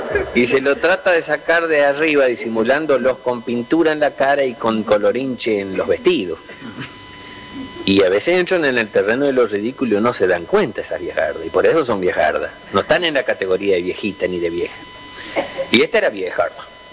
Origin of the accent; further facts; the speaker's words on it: Chaco, Argentina; Antonito es correntino, yo soy chaqueño, pero trato el tema del correntino que cruza al Chaco buscando trabajo